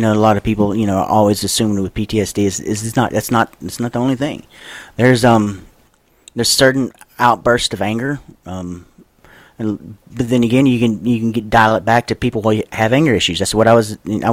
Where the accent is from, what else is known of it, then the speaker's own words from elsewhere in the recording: Louisiana, United States; When I grew up in here in South, down here in Louisiana, where I'm from, I grew up in trailers all my life.